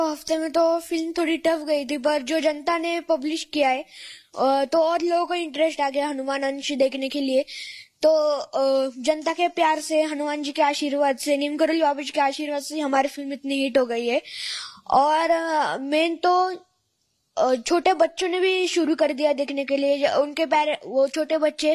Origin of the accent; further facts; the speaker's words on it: Maharashtra, India; first language Marathi; Hindi is a second language; मैं मराठी हूँ तो मेरी मातृभाषा मराठी है